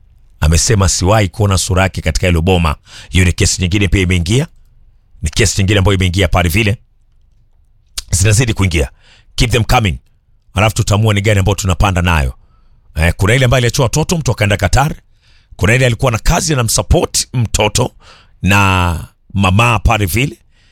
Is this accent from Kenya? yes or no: yes; Nyeri County, Kenya; katika mahakama 47 natoka pande za Nyeri.